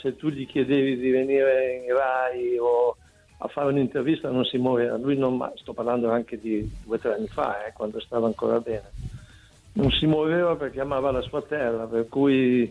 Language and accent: Italian; Friuli-Venezia Giulia, Italy; un compaesano, perché io sono friulano, lui era, diciamo, siamo due friulani, ecco, per cui ci capivamo alla perfezione.